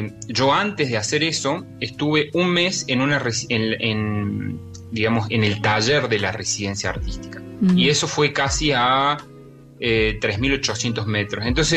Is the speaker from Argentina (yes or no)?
yes; Argentina; Y tuve la suerte de ser argentino y de poder quedarme dos noches en el campo base